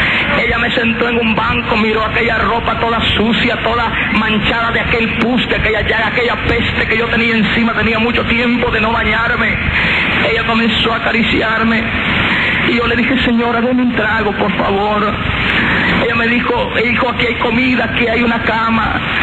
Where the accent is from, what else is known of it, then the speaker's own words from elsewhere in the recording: Guatemala; moved away; Regresé a Guatemala, dije, voy a morir a mi tierra. Regresé un 31 de diciembre a Guatemala.